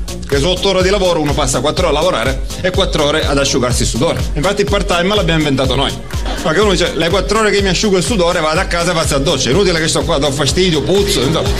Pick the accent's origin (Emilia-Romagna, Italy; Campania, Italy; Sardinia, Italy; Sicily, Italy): Sicily, Italy; Io sono siciliano, non so se vi hanno avvisato. Quando la gente sente dire che sono siciliano, mi sento ripetere sempre la stessa cosa.